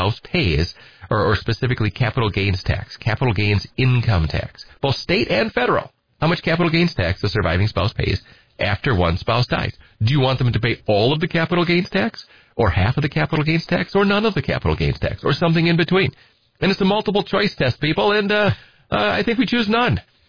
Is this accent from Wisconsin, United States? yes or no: yes; Edgar, Wisconsin, United States; also born or lived in Minneapolis, United States; I'm from Edgar originally, and, you know, good hometown Wisconsin Badger.